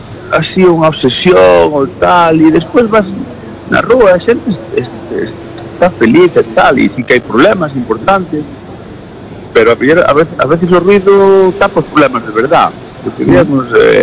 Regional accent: Galicia, Spain; pero si eu sempre vivir aquí, pues, eu tamén traballo moito por fora, pero a miña base sempre é Galicia

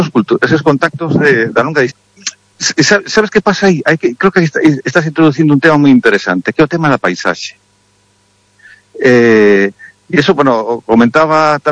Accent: Galicia, Spain

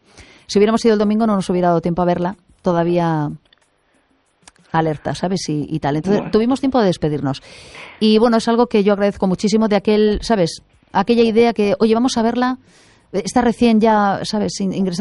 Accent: A Coruña, Galicia, Spain; also born or lived in Vigo; Pues hoy me siento, bueno, yo soy coruñesa de origen, hoy me siento especialmente coruñesa, estoy haciendo el programa desde aquí

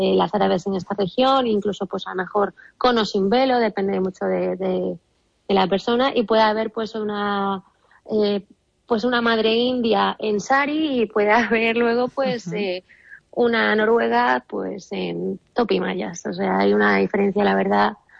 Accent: Spain; moved away as an adult; now in Dubai, United Arab Emirates; soy la única española

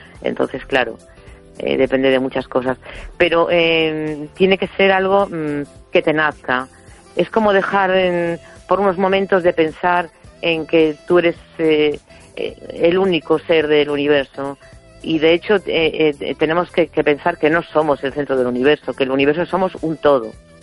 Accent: A Coruña, Galicia, Spain

